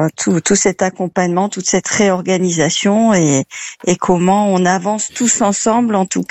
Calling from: Hauts-de-France, France; moi je suis dans le Douaisis

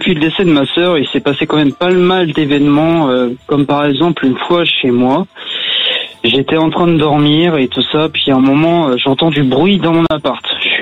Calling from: Montbert, Pays de la Loire, France; je viens de Montbert. C'est une petite ville qui est au sud de Nantes, à 30 minutes de Nantes.

